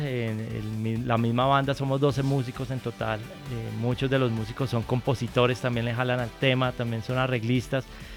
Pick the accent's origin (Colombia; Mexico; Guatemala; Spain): Colombia; Bogotá, Bogotá D.C.